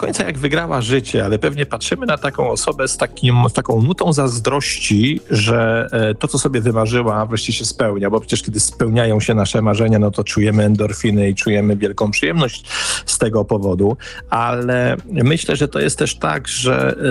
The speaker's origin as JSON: {"language": "Polish", "region": "Silesian Voivodeship", "country": "Poland", "tie": "born or raised there", "said": "bo ja jestem ze Śląska"}